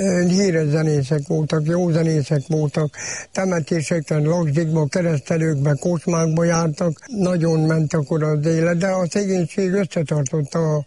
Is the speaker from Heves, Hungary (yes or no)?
yes; Tarnazsadány, Heves, Hungary; Tanazsadányon születtem egy kis vályoggunyóba. Nagy volt akkor az összetartás a roma társadalomban, még akkorában, amikor születtem, 57-ben születtem. Cigány telepen nőttem fel, ott éltem a legénykori életemet